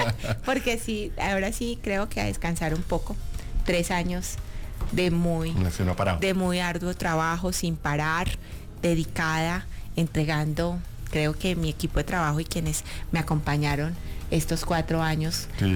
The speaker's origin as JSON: {"language": "Spanish", "town": "Yacopí", "region": "Cundinamarca", "country": "Colombia", "tie": "born or raised there", "also_born_or_lived": "Puerto Asís, Putumayo", "moved": "yes", "said": "Y crecí en Yacopí, Cundinamarca, soy víctima de desplazamiento forzoso."}